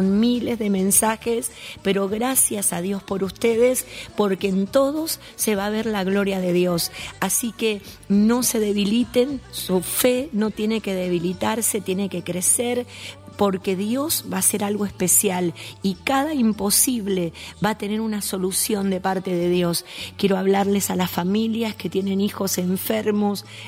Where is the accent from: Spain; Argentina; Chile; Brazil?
Argentina; somos bien argentinos.